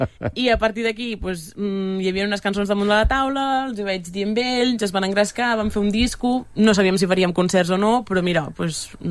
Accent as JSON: {"language": "Catalan", "town": "Cambrils", "region": "Catalonia", "country": "Spain"}